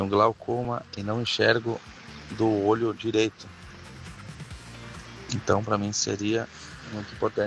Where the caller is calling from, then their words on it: Bento Gonçalves, Rio Grande do Sul, Brazil; sou de Bento Gonçalves.